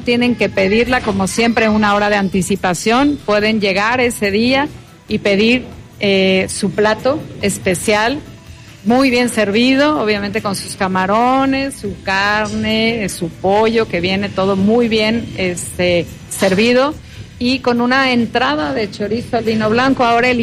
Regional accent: Mexico

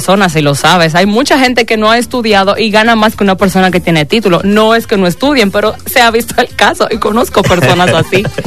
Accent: Dominican Republic; accent: Dominican; moved away; Soy de República Dominicana

